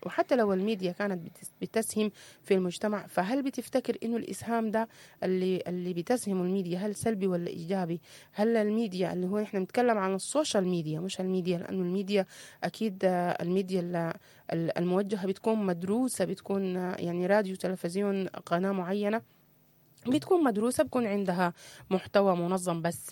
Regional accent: Sudan; أنا كسوداني

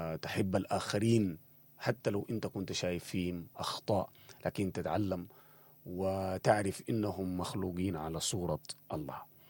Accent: Sudan; نحن كسودانيين

